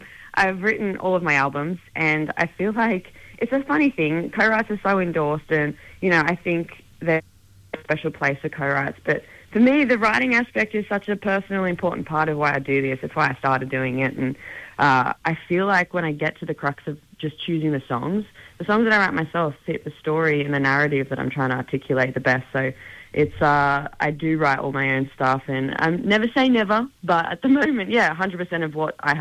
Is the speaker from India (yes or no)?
no; Central Coast, New South Wales, Australia; also born or lived in Hunter Valley, New South Wales; I grew up down on the Central Coast in New South Wales, and then moved to the Hunter Valley. And basically I grew up on property with horses